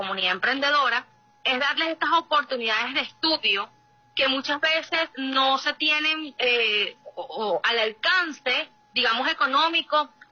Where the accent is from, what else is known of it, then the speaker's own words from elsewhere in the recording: Venezuela; Vine con unas expectativas un poco caídas, como muchos venezolanos y venezolanas